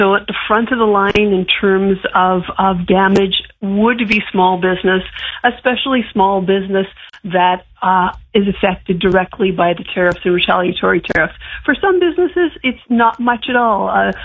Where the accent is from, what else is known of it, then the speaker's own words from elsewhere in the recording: Canada; now in United States; I'm a Canadian living in the United States.